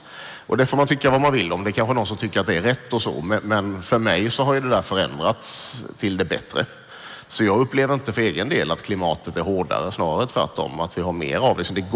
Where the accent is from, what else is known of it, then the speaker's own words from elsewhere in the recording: southern Sweden, Sweden; Men jag är från en liten kommun, en liten stad i södra Sverige.